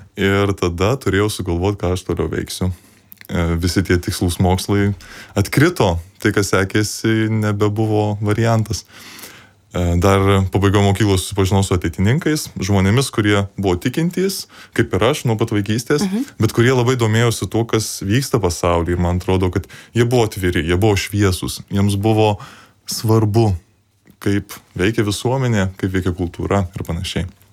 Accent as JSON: {"language": "Lithuanian", "town": "Marijampolė", "region": "Marijampolė County", "country": "Lithuania", "tie": "born there", "said": "esu iš Marijampolės, baigiau mokyklą"}